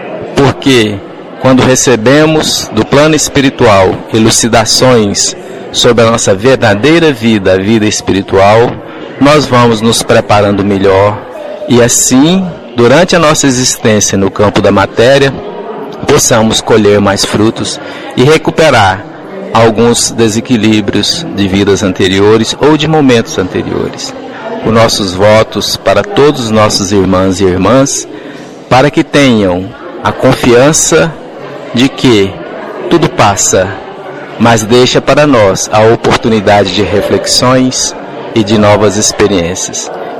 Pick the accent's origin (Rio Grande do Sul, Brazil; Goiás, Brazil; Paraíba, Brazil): Goiás, Brazil; Goiânia; nós somos, sou de Goiânia, estado de Goiás, Brasil.